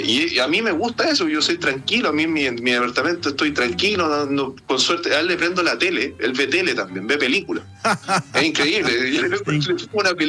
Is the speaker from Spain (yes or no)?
no; Chiloé, Los Lagos, Chile; born there; moved away; colegios de Chiloé, por parte de mi mamá también tienen familia en Chiloé. Entonces yo me siento identificado porque mucha parte de mi infancia yo la viví en Chiloé.